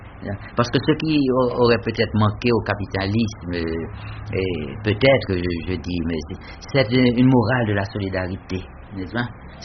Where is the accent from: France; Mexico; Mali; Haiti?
Haiti; Jacmel, Sud-Est; j'ai eu d'autres choses dans mon enfance, à Jacmel, en Haïti, le besoin de sortir de l'île et d'être un homme d'action.